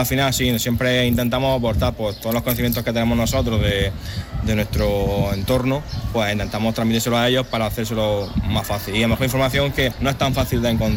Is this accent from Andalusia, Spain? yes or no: yes; Almería, Andalusia, Spain; casi todos los voluntarios que tenemos en la asociación somos de aquí de Almería, no solo somos de la capital, sino de pueblo y tal.